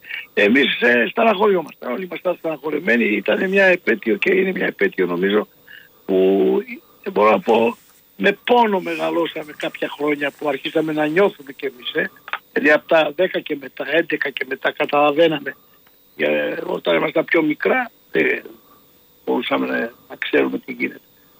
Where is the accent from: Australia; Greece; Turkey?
Turkey; Istanbul; γιατί όταν ήμασταν παιδιά στην Κωνσταντινούπολη